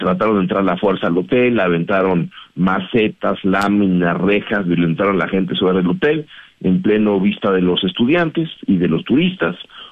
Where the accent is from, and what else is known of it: Mexico